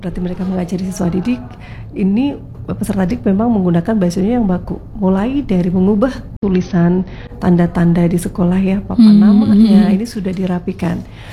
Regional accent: Indonesia; kita tumbuh, kita lahir ya di negara Indonesia

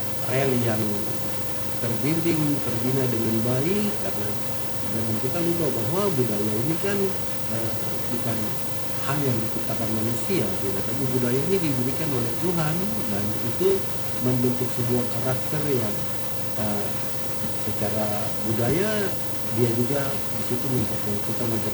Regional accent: Papua, Indonesia; itu kan tujuannya untuk memperkenalkan wilayah saya Papua ya, dengan keindahan ya alam yang ada lewat cendrawasi

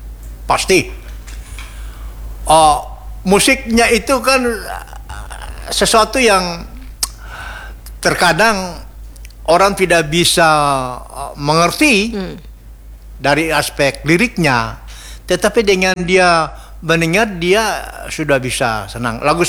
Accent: Ternate, North Maluku, Indonesia; Saya dari Ternate sana.

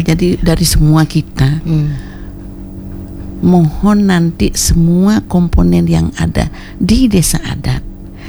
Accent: Bali, Indonesia; sekarang kita sendiri di Bali merasa gimana ya, mulai tersisih

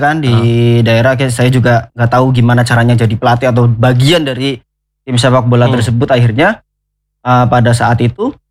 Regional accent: Kebumen, Central Java, Indonesia; Dari zaman kecil kan, saya kecilnya tuh di Kebumen ya.

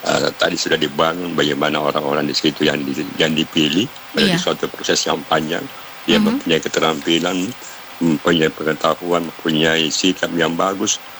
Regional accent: South Sulawesi, Indonesia; apakah betul dia menyewai merah putih nilai-nilai yang dian oleh kita sebagai orang Bugis Makassar.

